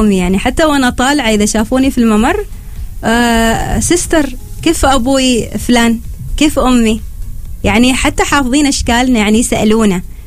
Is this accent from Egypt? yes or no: no; Oman; فنحن كعمانيين